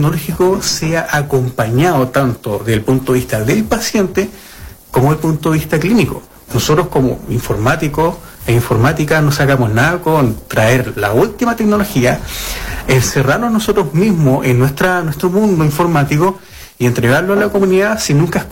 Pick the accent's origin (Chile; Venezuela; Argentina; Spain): Chile; Quirihue, Ñuble; moved away; Yo soy de Quirihue. Entonces, como amante de la región de Ñuble, quise volver a mi región